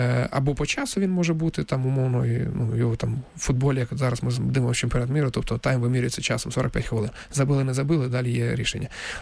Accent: Donetsk, Donetsk Oblast, Ukraine; moved away as an adult; я сам з Донецька

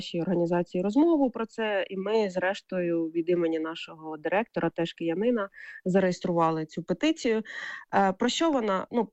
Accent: Kyiv, Ukraine; я це як киянка сприйняла

